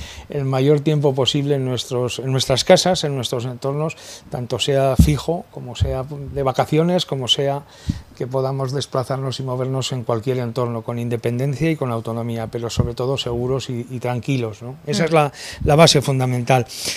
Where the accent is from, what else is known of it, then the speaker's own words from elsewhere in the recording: Muniesa, Aragon, Spain; si me permites quiero mandar un saludo a mi pueblo, a Muniesa, que me dicen muchas veces que te veo en la televisión